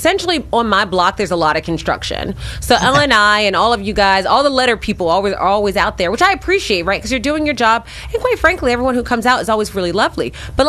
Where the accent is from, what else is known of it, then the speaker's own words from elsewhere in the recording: Philadelphia, Pennsylvania, United States; I'm born and raised in Philadelphia, and when people come here, their number one complaint is how dirty the city is.